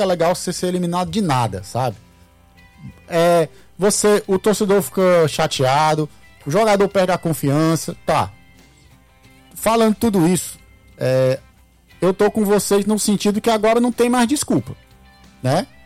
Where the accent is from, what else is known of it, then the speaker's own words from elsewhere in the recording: Canindé, Ceará, Brazil; eu sou do Canindé, e eu sou torcedor do Leão